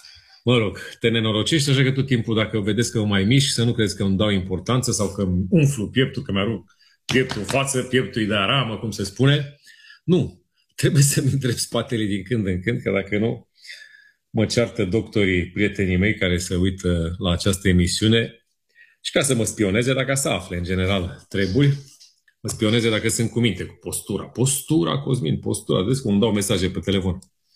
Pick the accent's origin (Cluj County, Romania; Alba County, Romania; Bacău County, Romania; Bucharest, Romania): Cluj County, Romania; Câmpia Turzii; Un mare scandal financiar vine de la Câmpia Turzii, orașul meu natal.